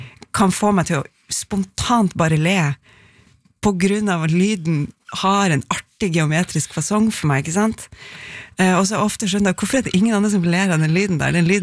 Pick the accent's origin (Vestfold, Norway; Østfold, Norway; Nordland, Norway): Nordland, Norway; Tverlandet; born or raised there